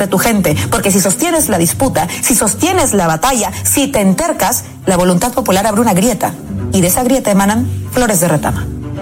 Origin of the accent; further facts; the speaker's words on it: Peru; ¿Cómo no sentirme orgullosa de mi DNI peruano, mi acento, mi sangre, mis raíces y mi terquedad?